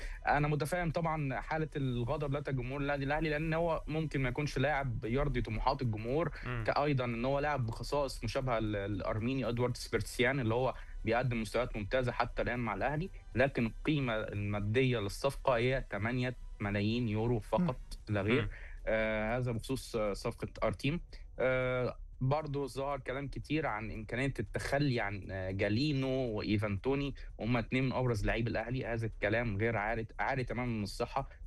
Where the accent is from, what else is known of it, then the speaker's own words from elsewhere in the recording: Egypt; أنا مصري وصحفي مصري،